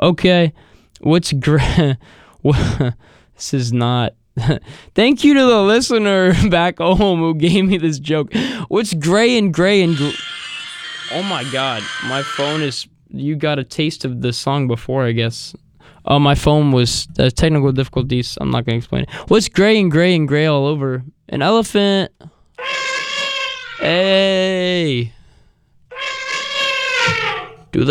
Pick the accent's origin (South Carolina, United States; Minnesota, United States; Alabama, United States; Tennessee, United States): South Carolina, United States; Charleston; moved away; my hometown of Charleston